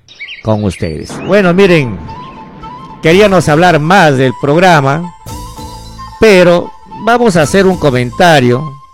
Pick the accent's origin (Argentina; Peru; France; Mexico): Peru; Bagua Grande, Amazonas; born there; also born or lived in Cajamarca; yo soy de raíces baguagrandinas, yo soy nacido en Baguagrande.